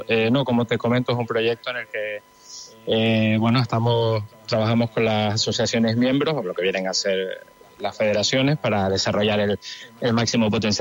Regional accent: Tenerife, Canary Islands, Spain; now in Belmopan, Belize; yo soy de Tenerife.

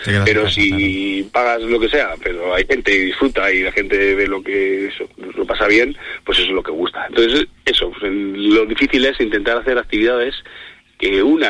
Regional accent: Serrada, Castile and León, Spain

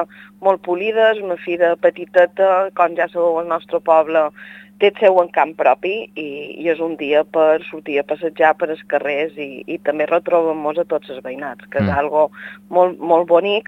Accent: Sencelles, Balearic Islands, Spain

